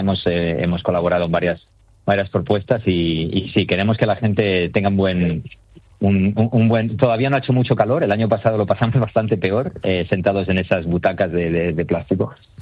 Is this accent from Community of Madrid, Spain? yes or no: yes; Madrid, Community of Madrid, Spain; Me hace especial ilusión como madrileño, ¿no? Tener esta ciudad como un poco un lienzo, ¿no? Cuando me empecé a dirigir los veranos, me hacía mucha ilusión, porque es una ciudad que adoro, me he criado aquí.